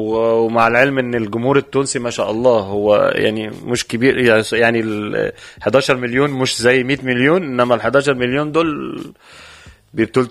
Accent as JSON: {"language": "Arabic", "country": "Egypt", "moved": "yes", "lives_now": "Tunisia", "said": "انا مصري عايش في تونس خلاص, ففاهم التونسي."}